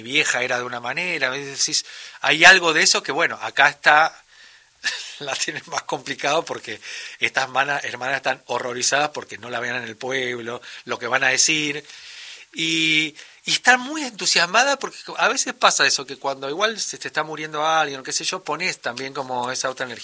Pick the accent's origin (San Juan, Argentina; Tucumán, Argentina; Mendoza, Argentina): San Juan, Argentina; now in Buenos Aires, Argentina; yo que soy sanjuanino, no lo noto tan alejado de cuando uno se va y vuelve